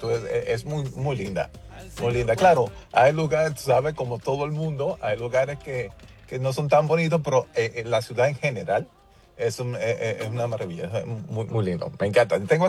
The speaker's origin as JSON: {"language": "Spanish", "country": "Dominican Republic", "lives_now": "Chicago, United States", "said": "Soy dominicano, aunque vivo aquí en Chicago, pero soy dominicano, y mis padres todavía son pastores allá en la República Dominicana."}